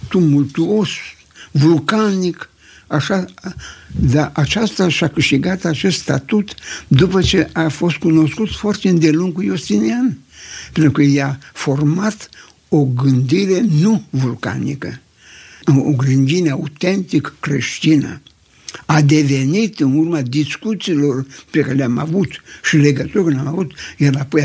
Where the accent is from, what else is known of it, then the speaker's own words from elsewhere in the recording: Romania; Eu sunt român și român rămân.